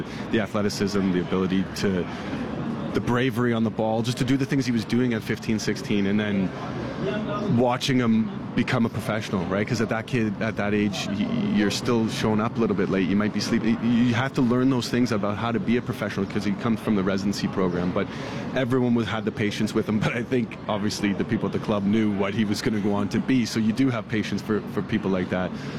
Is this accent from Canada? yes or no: yes; Canada; in my career as a Canadian player, wearing that maple leaf